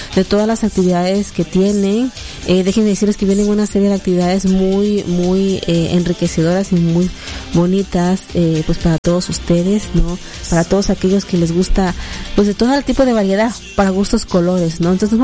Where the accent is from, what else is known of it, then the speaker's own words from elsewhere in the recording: Mexico; como buenos mexicanos nos encanta todo lo que tiene que ver con celebración